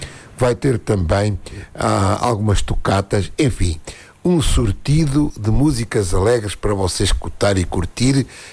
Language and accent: Portuguese; Arganil, Centro, Portugal; born or raised there